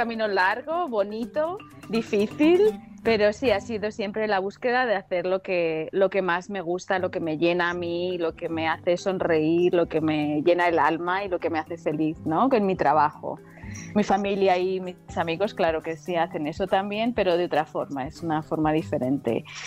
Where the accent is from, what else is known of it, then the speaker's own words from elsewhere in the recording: Madrid, Community of Madrid, Spain; moved away as an adult; also born or lived in London / Canada; now in San Francisco, United States; soy española de Madrid, de la capital. Y bueno, yo crecí allí, viví allí muchos años y luego mi carrera profesional ha sido casi siempre fuera de España.